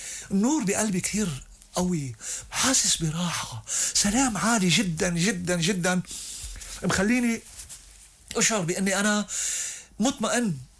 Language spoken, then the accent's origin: Arabic; Lebanon; أنا لبناني قبل مني مسلم، وأنا عندي لبنان قبل مكي.